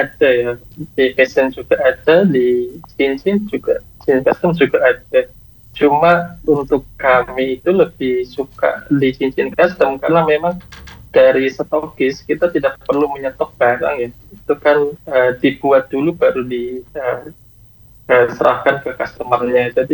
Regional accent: Indramayu, West Java, Indonesia; now in Yogyakarta, Indonesia; Kalau saya pribadi ya, asal dari Jawa Barat, Indramayu.

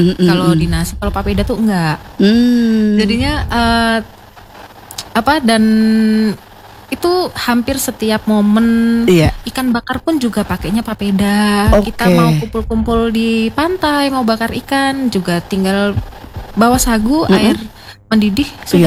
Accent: Central Java, Indonesia; now in Papua, Indonesia; Saya malah dari Jawa Tengah.

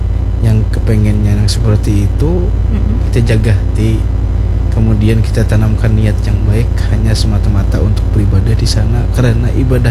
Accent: Banjarmasin, South Kalimantan, Indonesia; Itu bang yang kita patut kita syukuri sebagai warga Banjarmasin, beribadah nyaman.

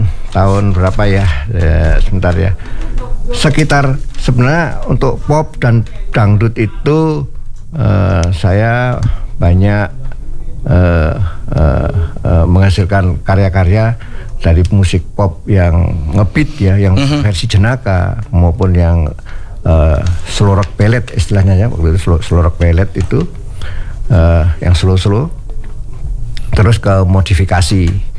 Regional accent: Surakarta, Central Java, Indonesia; now in Jakarta, Indonesia; Tapi hampir rata-rata saya menciptakan lagu itu setelah saya hijrah ya, habis dari kota Solo ke Jakarta.

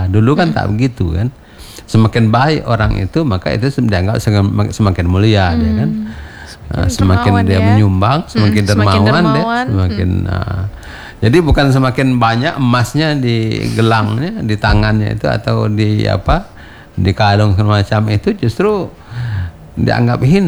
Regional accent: Peranap District, Batu Rijal, Riau, Indonesia; di kampung saya itu di kawasan Tiga Lorong, Kecamatan Peranap itu di Batu Rijal

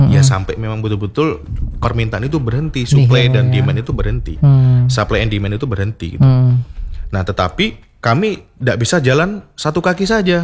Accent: Yogyakarta, Special Region of Yogyakarta, Indonesia; moved away as an adult; now in West Sumatra, Indonesia; Penempatan pertama saya di Sumbar, cuman saya asli dari Jogja.

